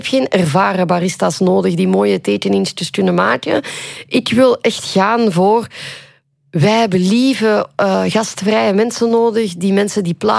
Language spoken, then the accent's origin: Dutch; Limburg, Belgium; Ik heb mijn Rome-reis, zoals ze bij ons in Limburg zeiden, opgegeven om fysica en chemie bij te studeren.